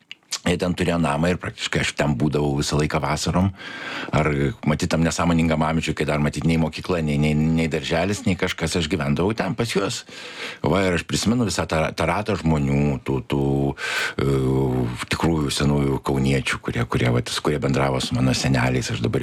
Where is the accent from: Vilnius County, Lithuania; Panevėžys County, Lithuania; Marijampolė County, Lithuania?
Vilnius County, Lithuania; Vilnius; also born or lived in Kaunas; Oi, šiaip tai aš visai ką save pozicionuoju kaip vilnietė, nes... Bet kai manęs paklausė apie gimimą, aš jiems pasakau, kad tie pirmieji 2 metai vis tiek yra Kaune. Ir gimimas yra Kaune